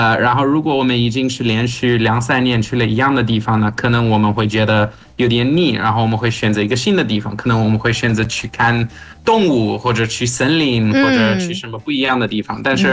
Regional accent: Johannesburg, Gauteng, South Africa; Chinese is a second language; moved away; 所以我们在约翰内斯堡长大，有葡萄牙的爸爸、法国的妈妈，

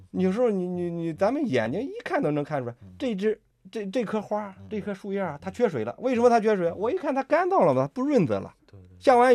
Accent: Xingtai, Hebei, China; 就是在我们老家那儿，就是在 邢台 那个内丘那儿有一个叫扁鹊祠。

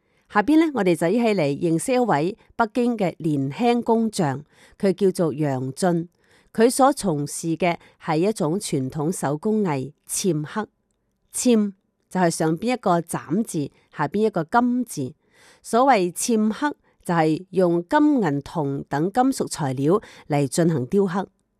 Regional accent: Malaysia; 所以我一直都很感恩自己身为马来西亚华人的第三代，甚至我以身为马来西亚华人为荣，以及流淌着中华民族的血为傲。

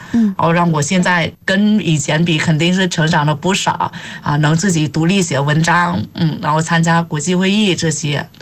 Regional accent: Vietnam; first language Vietnamese; Chinese is a second language; moved away as an adult; now in Beijing, China; 在我们越南的语言就是这样。

